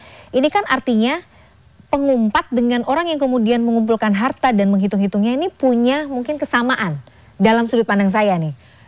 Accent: East Java, Indonesia; Saya Jawa Timur.

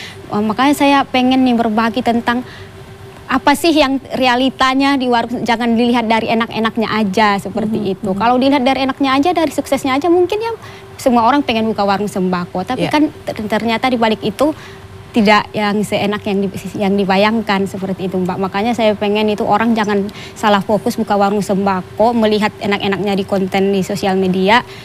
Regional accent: Sumatra, Indonesia; saya kan dari Sumatera ya asalnya itu, terkenalnya itu warung ya warung Medan gitu.

